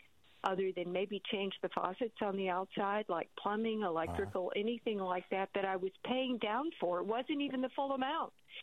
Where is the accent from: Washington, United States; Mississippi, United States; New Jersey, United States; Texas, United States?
Texas, United States; Dallas; I grew up in Dallas, Texas. My mother. We went to the revivals.